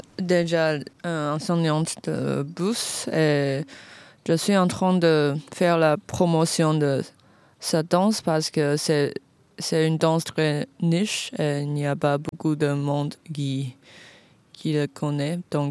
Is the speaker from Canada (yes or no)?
no; Taiwan; French is a second language; now in France; Je viens de Taïwan.